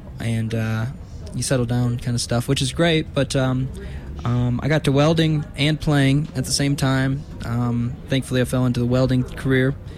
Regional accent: Michigan, United States; But I was from Michigan, and I love soul and rock.

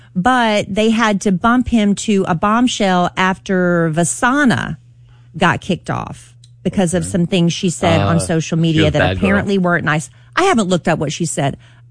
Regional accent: South Carolina, United States; That's the team I'm rooting for, you know, based on the fact I'm from South Carolina.

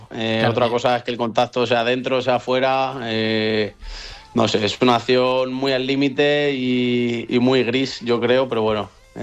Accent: Madrid, Community of Madrid, Spain; de aquí, de Madrid, porque los dos somos de Madrid, hemos estudiado en el mismo colegio

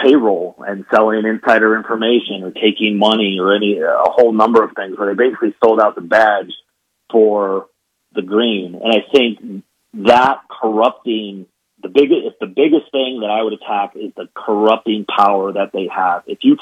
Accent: New York, United States; I grew up in the New York public school system

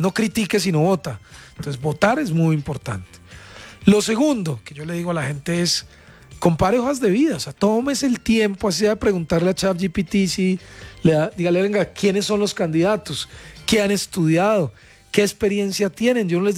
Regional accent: Riosucio, Caldas, Colombia; Yo voto en Manizales, yo soy de allá, de Sarrión, soy caldense.

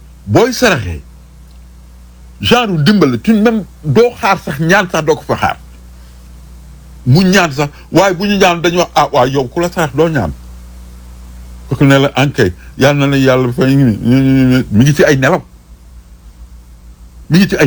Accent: Senegal; en tant que sénégalais

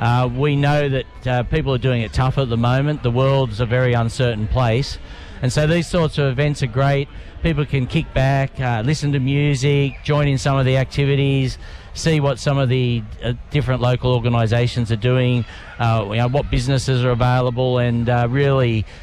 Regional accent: Woy Woy, New South Wales, Australia; I grew up in Woi Woi

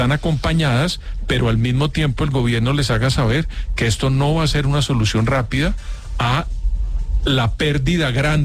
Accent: Colombia; Lo que trato de decir es que yo, como colombiano, esperaría que frente al fenómeno del Niño

